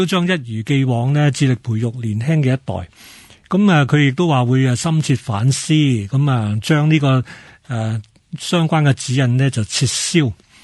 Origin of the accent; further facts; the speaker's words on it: Hong Kong; first language Cantonese; 母语系我哋自己喺香港嘅一种身份认同啦，系咪讲广东话由小到大。